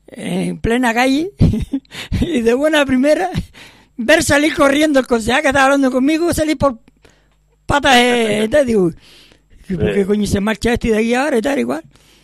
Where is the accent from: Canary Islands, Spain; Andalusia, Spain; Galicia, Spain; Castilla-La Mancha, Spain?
Canary Islands, Spain; Vega de San Mateo; me gustaría como ciudadano y votante en San Mateo que mi pueblo tenga lo mejor.